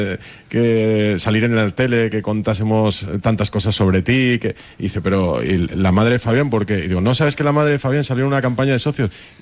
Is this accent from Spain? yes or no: yes; Asturias, Spain; Yo soy asturiano.